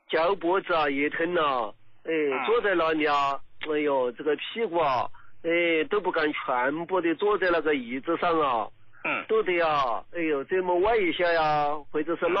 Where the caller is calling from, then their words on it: Sichuan, China; 胡老师，我是四川的一个听众。